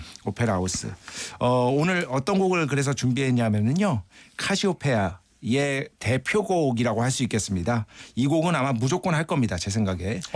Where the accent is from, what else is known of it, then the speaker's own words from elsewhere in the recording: Seoul, South Korea; 저 어린 시절에 이제 어릴 때부터 이제 중학교 때까지 이촌동 살았잖아요.